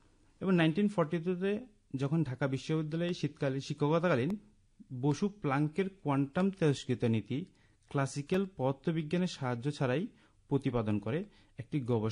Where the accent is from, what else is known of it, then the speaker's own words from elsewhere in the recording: India; এটা কিন্তু আমাদের জন্য বা আমরা ভারতীয় হিসাবে বিশাল গৌরবের বিষয়।